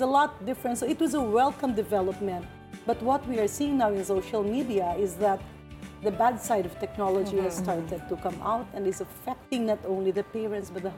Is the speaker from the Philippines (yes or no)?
yes; Philippines; In the provinces, we have all the delicacies, and we have fiestas right and left. And but growing up in the province is a lot different from growing up in Manila.